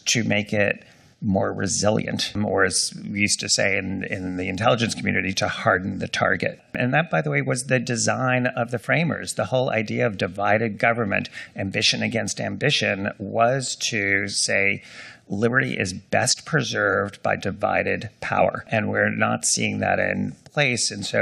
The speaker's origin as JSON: {"language": "English", "region": "New York", "country": "United States", "also_born_or_lived": "Washington, D.C.", "said": "and I'm going to say this as a New Yorker"}